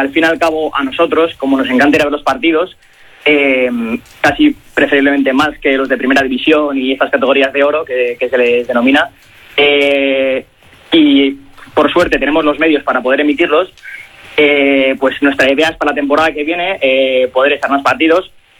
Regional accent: Erandio, Basque Country, Spain; somos de Erandio

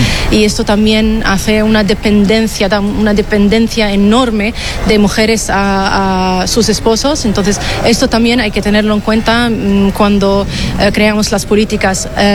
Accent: Syria; moved away; yo soy de Siria

